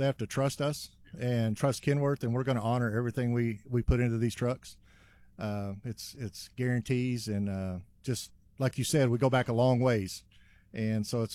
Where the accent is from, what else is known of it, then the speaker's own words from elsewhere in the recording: Archer City, Texas, United States; I'm actually from Archer City, but I grew up in the area